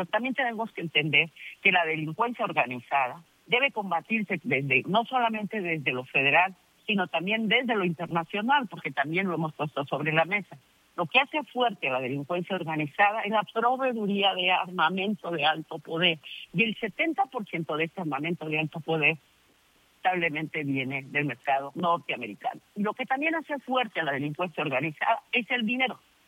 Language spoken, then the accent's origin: Spanish; Sinaloa, Mexico; Quienes somos sinaloenses conocemos la historia